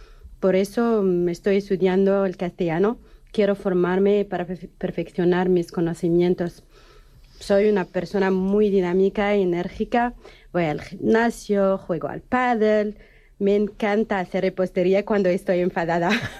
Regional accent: Morocco; Spanish is a second language; moved away as an adult; now in Spain; Soy marroquí y vivo aquí desde hace un año.

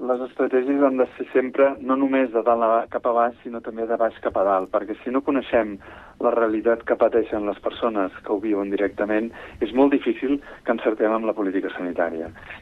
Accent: Sant Cugat del Vallès, Catalonia, Spain; jo sóc santcugatenc de tota la vida, sóc fill de Sant Cugat, però treballo a Terrassa

